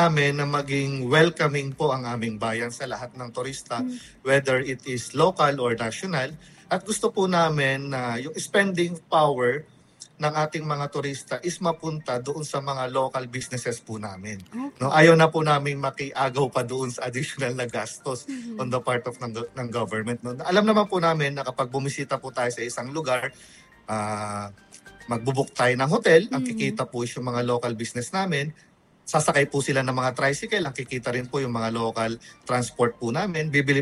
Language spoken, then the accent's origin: Tagalog; Mariveles, Central Luzon, Philippines